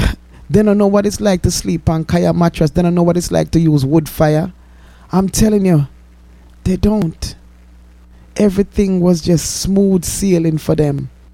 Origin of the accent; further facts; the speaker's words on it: Jamaica; growing up in Jamaica